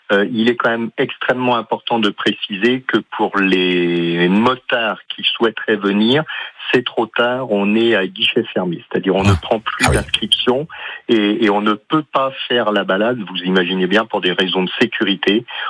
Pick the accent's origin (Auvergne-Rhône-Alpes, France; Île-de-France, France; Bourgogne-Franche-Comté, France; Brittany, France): Brittany, France; Plouay; moi je suis de Plouet.